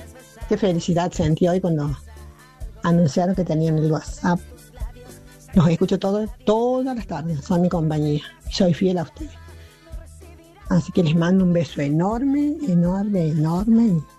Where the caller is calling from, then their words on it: Sebastián Elcano, Córdoba, Argentina; de Sebastián Elcano.